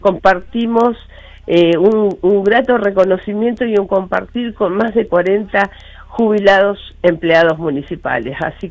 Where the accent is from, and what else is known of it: Comandante Luis Piedra Buena, Santa Cruz, Argentina